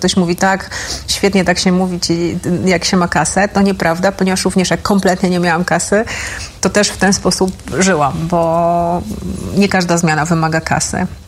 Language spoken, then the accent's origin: Polish; Milanówek, Masovian Voivodeship, Poland; byłam tą z Milanówka. I przez długi czas, jak ktoś mi pytał, skąd jesteś, to ja tak trochę... Ja nie wiedziałam, skąd jestem